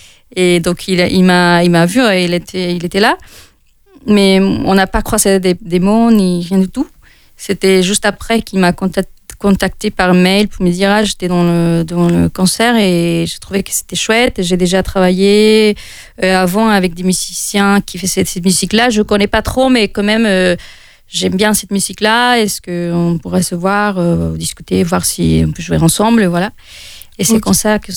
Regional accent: Mexico; French is a second language; moved away as an adult; now in France; Et moi, je venais du Mexique. Je ne suis jamais allée dans un autre pays pour vivre.

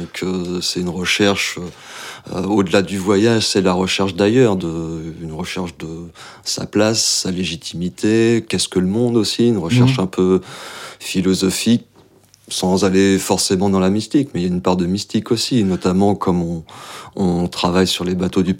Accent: Saint-Denis, Île-de-France, France; also born or lived in Calais; now in Brittany, France; je suis né dans la plus grande ville bretonne, la plus à l'est, c'est-à-dire Saint-Denis. Voilà, et mes parents sont ces deux familles d'origine bretonne qui se sont rencontrées là-bas, et moi je suis revenu à la source.

